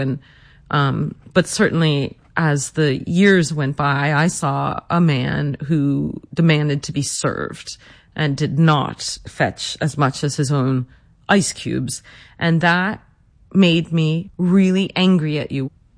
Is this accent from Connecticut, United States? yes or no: yes; Greenwich, Connecticut, United States; What I saw growing up in Greenwich, Connecticut, in the 80s and 90s, when Greenwich was truly the bedroom town of Wall Street